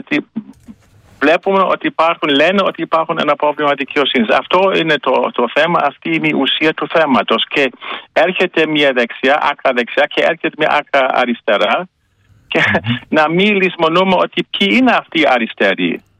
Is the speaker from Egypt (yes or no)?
no; Germany; και εγώ ως Γερμανός, ως άνθρωπος φιλελεύθερος και δημοκράτης